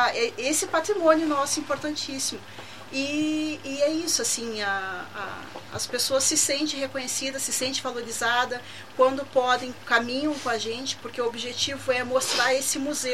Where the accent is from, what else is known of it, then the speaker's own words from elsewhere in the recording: Pelotas, Rio Grande do Sul, Brazil; Eu, como pelotense, mulher negra